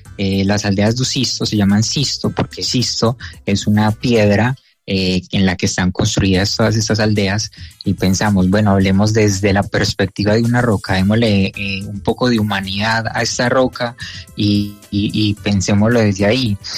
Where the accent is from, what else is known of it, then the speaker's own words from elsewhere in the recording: Santa Bárbara, Antioquia, Colombia; now in Portugal; que soy de Santa Bárbara, Antioquia